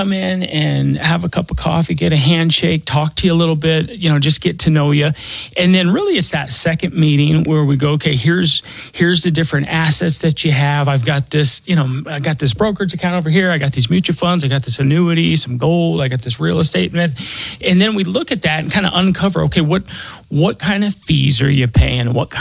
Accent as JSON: {"language": "English", "town": "Denver", "region": "Colorado", "country": "United States", "tie": "born or raised there"}